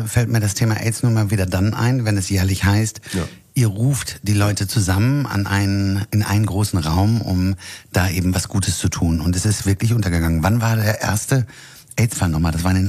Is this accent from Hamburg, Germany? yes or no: no; Hamm, North Rhine-Westphalia, Germany; born there; Ich bin ja in Hamm geboren und ich freue mich immer, wenn ich Eigengesinnte da habe.